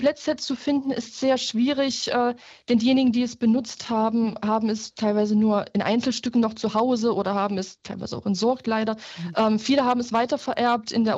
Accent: Merseburg, Saxony-Anhalt, Germany; born there; Ich bin ja auch in Merseburg geboren. Insofern hatte ich auch den Bezug zu dem Ort.

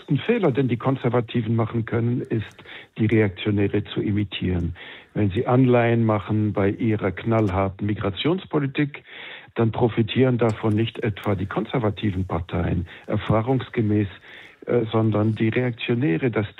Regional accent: Switzerland; in gut regierten Ländern wie zum Beispiel meiner Heimat der Schweiz

